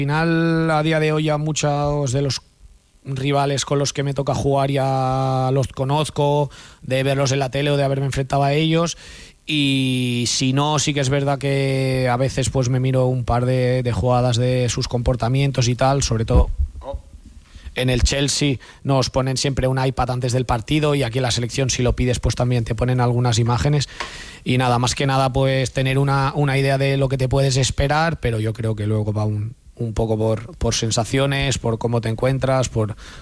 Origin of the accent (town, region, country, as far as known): Alella, Catalonia, Spain; born there